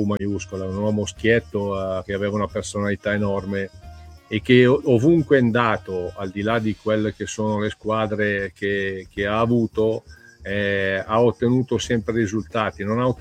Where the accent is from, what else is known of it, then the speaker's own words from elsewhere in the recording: Como, Lombardy, Italy; parlavamo il dialetto milanese, cioè che io sono di Como, lui è di Milano.